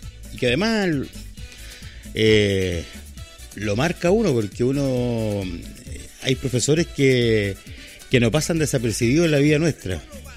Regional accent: Maule, Chile; para quienes somos de la Quinta Norte

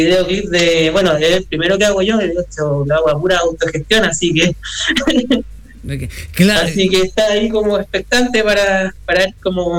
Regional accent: Santiago, Santiago Metropolitan Region, Chile; somos todos acá de Santiago, la verdad.

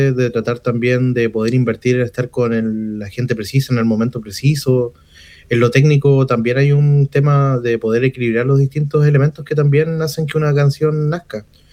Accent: La Unión, Los Ríos, Chile; Futrono, Lago Ranco, Río Bueno y La Unión, que es la capital provincial de este espacio. Es mi lugar en donde yo nací, donde obviamente me formé como ciudadano, como persona

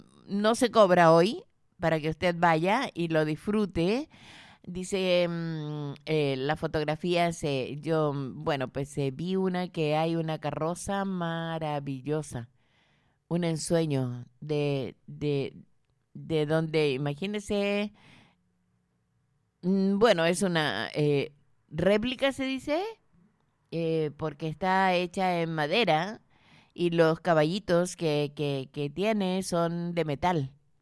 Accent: Chile; now in Colchagua Province, Chile; ¿Cómo somos los chilenos?

